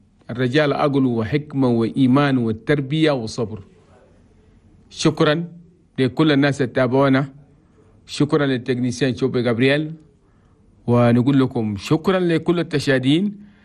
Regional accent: Chad; نطلب من كل اخواني تشاديا في 23 ولايه انا بلدنا تشاد بلد توماي

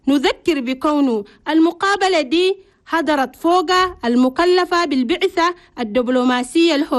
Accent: Chad

